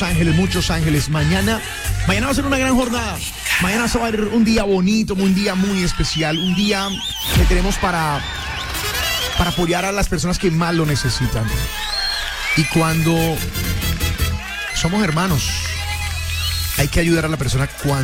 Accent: Manizales, Caldas, Colombia; Además que es mi tierra, ¿no? Manizales, Caldas.

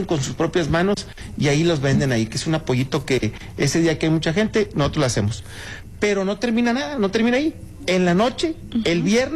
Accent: Ramos Arizpe, Coahuila, Mexico; es un orgullo ser de Ramos Arizpe, y por eso hablo también de mi pueblo, de mi gran ciudad, Ramos Arizpe

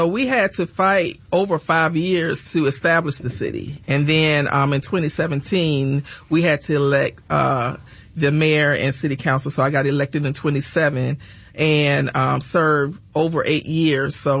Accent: Savannah, Georgia, United States; I'm from Savannah, Georgia.

